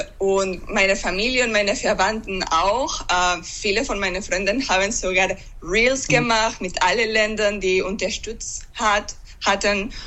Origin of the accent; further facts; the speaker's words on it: Venezuela; German is a second language; now in Düsseldorf, Germany; Das hat uns alle erschreckt, alle Venezolaner, die hier in Deutschland wohnen.